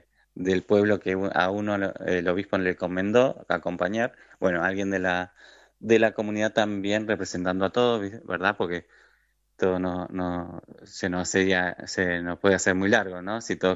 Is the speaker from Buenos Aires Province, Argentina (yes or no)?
yes; Pedro Luro, Buenos Aires Province, Argentina; now in Tres Arroyos, Argentina; Bueno, como le decía, soy de Pedro Luro. Y bueno, hace 6 años que estoy acá en Tres Arroyos, ¿verdad?